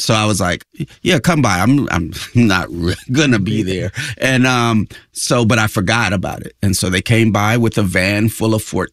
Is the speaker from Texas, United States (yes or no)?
no; California, United States; obviously I come from the Bay Area, so I'm going to shoot shots on that behalf.